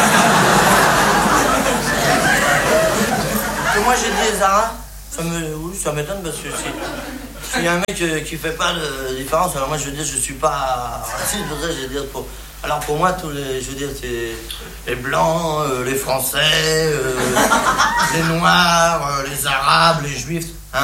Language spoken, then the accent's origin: French; France; Les français, c'est des cons, ouais, ben je suis bien placé, hein, je suis français.